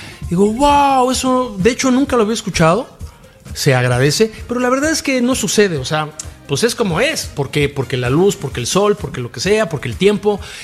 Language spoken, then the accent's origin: Spanish; Tlatelolco, Mexico City, Mexico; born there; Yo nací en Tlatelolco.